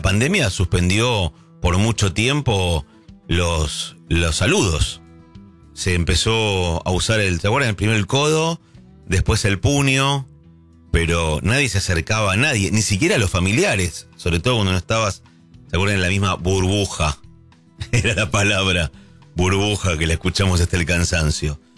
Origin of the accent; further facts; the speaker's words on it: Argentina; como la nuestra, como la argentina, que somos bastante demostrativos.